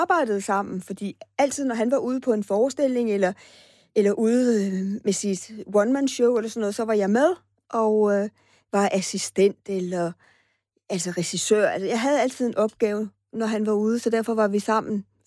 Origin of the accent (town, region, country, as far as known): Fredericia, Region of Southern Denmark, Denmark